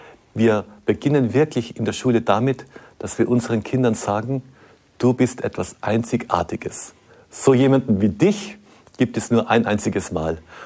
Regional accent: Austria; moved away as an adult; now in Kazakhstan; ich komme aus Österreich

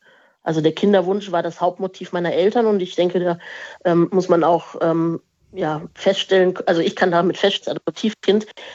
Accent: Germany; also born or lived in Indonesia; now in Eichstätt, Germany; Ja, das kann ich ganz klar beantworten, dass ich mich als Deutsche fühle. Das liegt tatsächlich erstens daran, dass ich noch sehr jung war, als ich adoptiert wurde.

